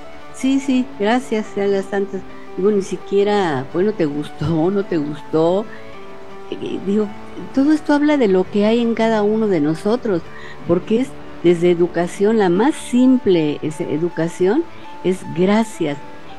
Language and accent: Spanish; Mexico